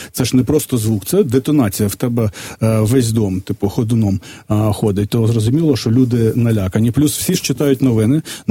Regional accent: Vinnytsia, Vinnytsia Oblast, Ukraine; now in Kyiv, Ukraine; я ж родом з Вінниці, в мене там є, я вже давно не живу

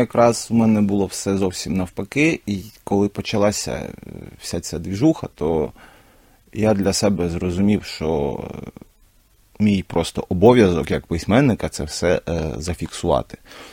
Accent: Kerch, Crimea, Ukraine; moved away as an adult; Мій рідний Крим... Я почав ловити себе на думці, що я вже його майже не пам'ятаю.

